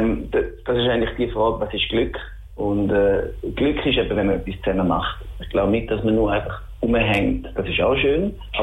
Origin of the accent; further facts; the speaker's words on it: Schaffhausen, Switzerland; accent: Schaffhausen dialect; moved away as an adult; now in Zurich, Switzerland; der Bezug auf Schaffhausen ist natürlich da, weil das unsere Kindheit ist, unsere Jugendzeit, wir angefangen haben dort Musik zu machen. Das ist schon ein Stück Heimat.